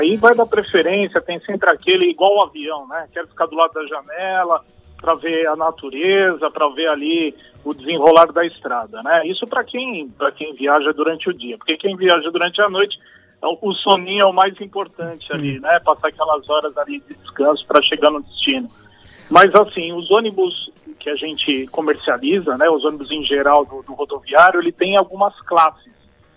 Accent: São Paulo, Brazil; Eu que sou de São Paulo

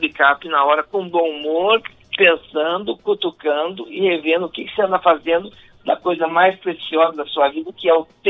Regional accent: Minas Gerais, Brazil; now in São Paulo, Brazil; eu sou mineira e estou em São Paulo há 40 anos.

